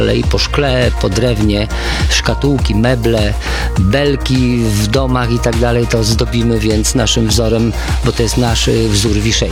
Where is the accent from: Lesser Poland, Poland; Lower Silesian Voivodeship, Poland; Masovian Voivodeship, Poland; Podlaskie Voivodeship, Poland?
Lower Silesian Voivodeship, Poland; born there; Ja się urodziłem na Dolnym Śląsku